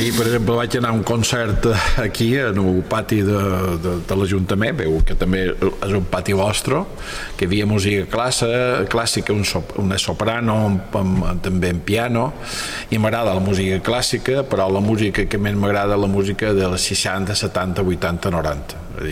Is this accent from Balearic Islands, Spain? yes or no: yes; Pollença, Balearic Islands, Spain; Ara record quan era petit que teníem a Pollença un cine Capitol, que ara l'estan reformant